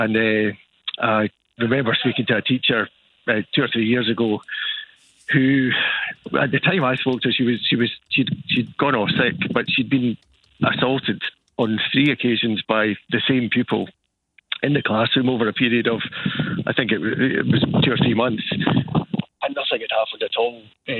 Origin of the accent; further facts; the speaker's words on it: Dumfries, Scotland, United Kingdom; I'm actually from Dumfries originally